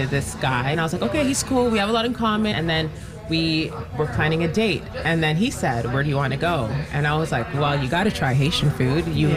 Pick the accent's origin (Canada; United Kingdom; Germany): Canada; Toronto, Ontario; So growing up in Toronto, I learned pretty quickly